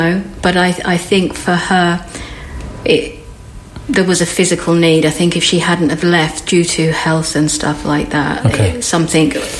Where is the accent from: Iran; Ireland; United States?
Ireland; Dungarvan, Munster; also born or lived in Waterford; I was born in Waterford, but we lived in Dungarvan in a tiny road called Cal Brew. And we my parents would have gone a little bit backwards and forwards prior to that.